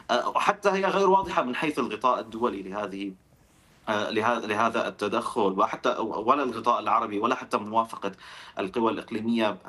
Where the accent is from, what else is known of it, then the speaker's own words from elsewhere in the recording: Syria; نعمل اليوم كسوريين